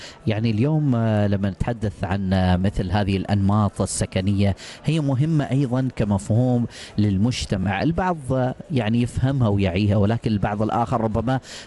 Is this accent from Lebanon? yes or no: no; Oman; عندنا في سلطنة عمان اليوم